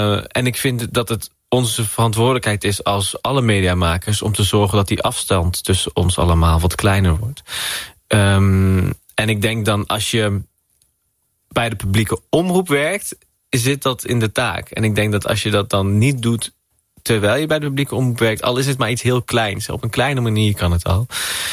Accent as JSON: {"language": "Dutch", "country": "Netherlands", "said": "Toen denk ik, ja, maar ik ben ook Marokkaans. Ja. En ik ben Nederlander en ik ben het allebei."}